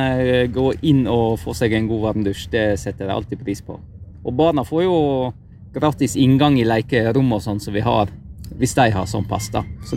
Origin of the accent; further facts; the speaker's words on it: Geilo, Buskerud, Norway; moved away as an adult; now in Nordfjordeid, Norway; Ja, jeg har vokst opp på Gjeilo, men kjærleiken mitt har dratt meg hit, så nå bor jeg ja, i Ervik ved Kjølsdalen da.